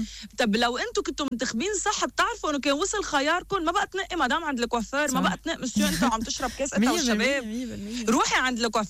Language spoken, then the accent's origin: Arabic; Lebanon; كلنا كلبنانيه